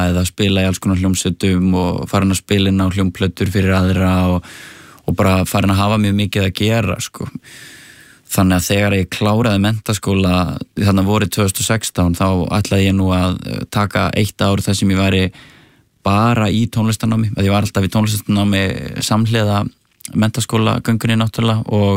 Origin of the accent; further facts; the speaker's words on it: Árbær, Capital Region, Iceland; og svo er ég náttúrulega alveg upp í Árbæ